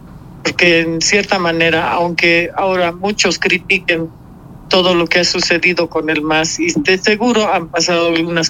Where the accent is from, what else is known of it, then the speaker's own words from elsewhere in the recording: Germany; now in Bolivia; Decían la alemana que canta música boliviana. Pero con el tiempo me he ganado el sitial de ser boliviana alemana, porque también me he nacionalizado como boliviana.